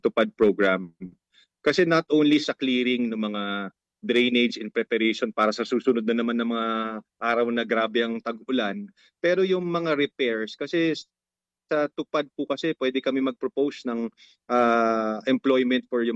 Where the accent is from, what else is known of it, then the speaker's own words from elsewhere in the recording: Echague, Cagayan Valley, Philippines; inaantay na po namin yung tag-ulan sa probinsya namin sa Isabela.